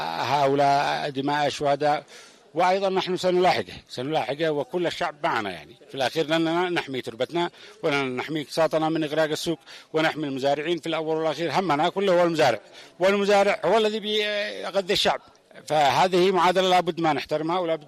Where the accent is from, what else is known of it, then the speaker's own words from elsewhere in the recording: Yemen; كشعب يمني